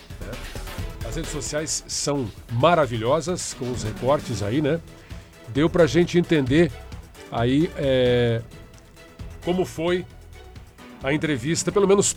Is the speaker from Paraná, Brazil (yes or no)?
yes; Paraná, Brazil; Eu, por exemplo, tem candidatos lá da minha região, dos Campos Gerais, da onde eu vim. Mas hoje eu tô aqui.